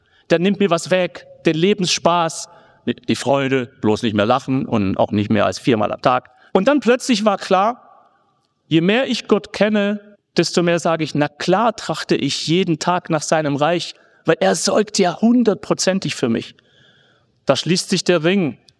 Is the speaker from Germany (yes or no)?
yes; Gaildorf, Baden-Württemberg, Germany; Meine Mutter Religionsunterricht in Geildorf, wo ich herkomme, im Schwabenland.